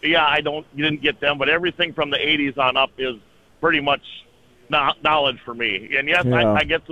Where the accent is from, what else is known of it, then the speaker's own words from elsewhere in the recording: Wahpeton, North Dakota, United States; also born or lived in Minneapolis-St. Paul area; now in Enderlin, United States; Well, I grew up in Wahpeton, went to high school there, and then I got married. We moved to Minneapolis, St. Paul area for, 5, 6, 7 years. Had 2 kids, moved back, and lived out. I live out